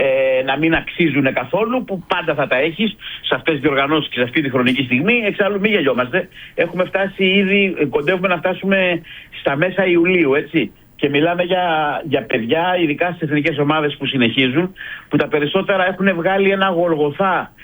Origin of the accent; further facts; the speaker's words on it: Greece; εμείς σαν Έλληνες μπορούμε να μείνουμε σε φάση-φάση σε όλα τα παιχνίδια